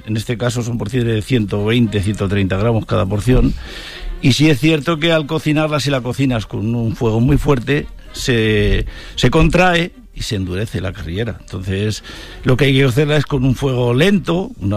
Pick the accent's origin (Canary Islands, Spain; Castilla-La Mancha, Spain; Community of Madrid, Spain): Castilla-La Mancha, Spain; Mora de Toledo; Sí, yo soy de una zona de Toledo, cerca de toda la zona de Aranjuez, y en la zona de Aranjuez, y bueno, yo soy de Mora de Toledo exactamente